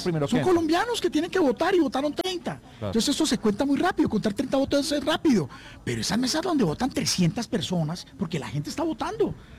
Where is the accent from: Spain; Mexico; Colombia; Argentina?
Colombia; no le echemos la culpa a la policía, somos nosotros los colombianos